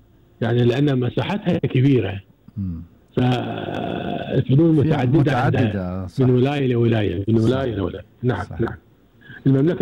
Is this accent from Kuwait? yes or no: yes; Kuwait; عندنا في الكويت